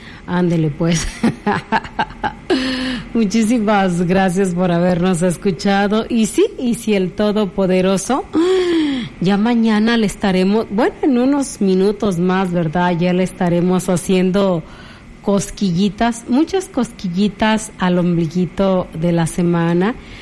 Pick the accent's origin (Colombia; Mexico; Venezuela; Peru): Mexico; así somos los mexicanos, muy, muy ad hoc